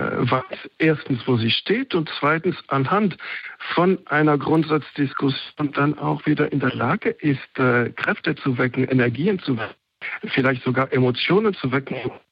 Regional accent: Switzerland; als Schweizer und als Nicht-Christdemokrat

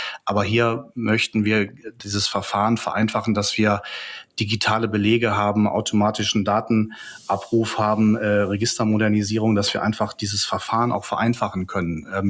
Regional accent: North Rhine-Westphalia, Germany; wenn für ganz Ostwestfalen-Lippe, meine Heimatregion, jedes Jahr da über 500.000 Papierseiten ausgedruckt werden müssen

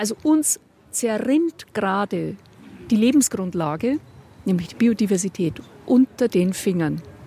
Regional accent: Bavaria, Germany; den Blaubergen. Das sind die Berge, die wir hier ganz hinten sehen. Also das ist mein Kinderzimmer, meine Heimat.

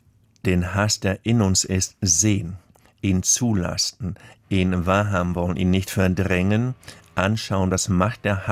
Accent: Germany; Dass ich als Deutscher mir unserer Geschichte bewusst bin.

